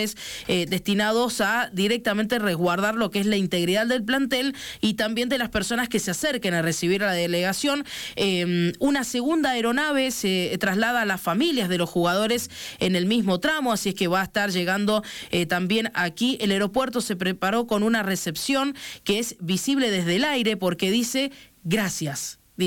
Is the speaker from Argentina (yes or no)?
yes; Argentina; nosotros como argentinos lo queríamos recibir a Messi